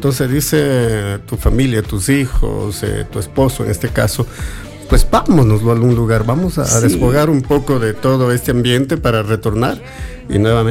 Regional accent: Santo Domingo, Santo Domingo de los Tsáchilas, Ecuador; yo soy de Santo Domingo, Santo Domingo de los Áchilas, Colorado.

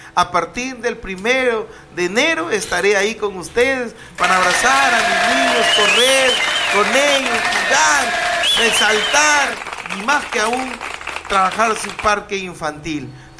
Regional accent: Túcume, Lambayeque, Peru; born there; quiero de cariño a mi pueblo. Amo a esta tierra que me dio nacer. Soy orgullosamente tucumano. Quiero a mi pueblo.

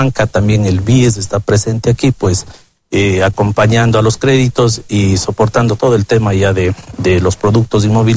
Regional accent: Cuenca, Azuay, Ecuador; la ciudad, nuestra ciudad como Cuenca

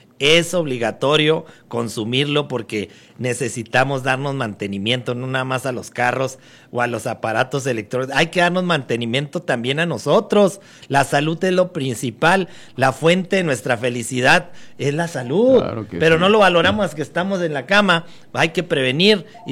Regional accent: Chihuahua, Mexico; soy de Chihuahua.

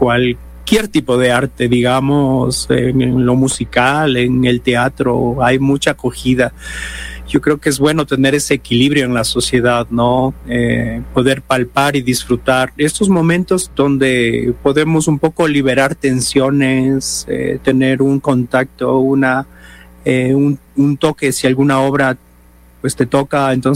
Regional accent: Quito, Pichincha, Ecuador; born there; now in Cuenca, Ecuador

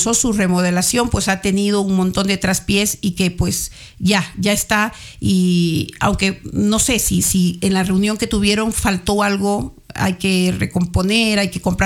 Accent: Coast, Ecuador; nosotros también acá, los costeños, hablamos mucho. Yo soy costeña.

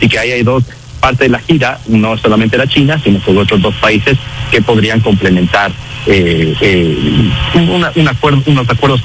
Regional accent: Ecuador

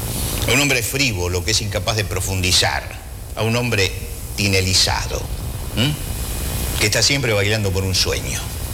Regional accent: Argentina

